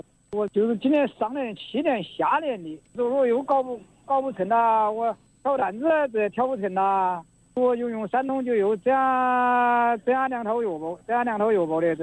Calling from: Zhejiang, China; 我是浙江的。

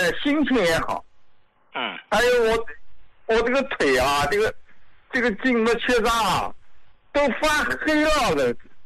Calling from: Nanjing, Jiangsu, China; 你好，胡老，我是南京的胡椒老膏的受用者。

